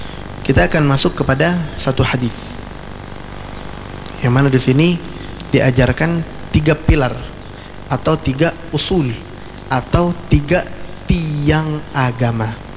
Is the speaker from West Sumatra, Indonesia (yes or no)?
no; Banjar, South Kalimantan, Indonesia; saya orang Banjar